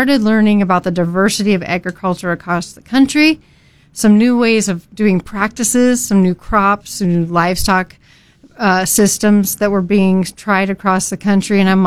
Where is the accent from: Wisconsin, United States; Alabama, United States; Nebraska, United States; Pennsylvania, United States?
Nebraska, United States; I grew up in York County on a farm straight north of the Corteva Research place right there on 34. And the farm that I grew up on, it was a great place.